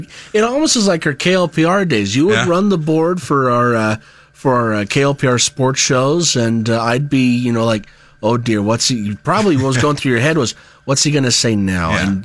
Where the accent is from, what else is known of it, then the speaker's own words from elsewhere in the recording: Ellinwood, Kansas, United States; So I grew up in Ellenwood, Kansas. And so for those who attended the 3i show back in the early to mid 2000s in Great Bend, that's kind of where I'm from.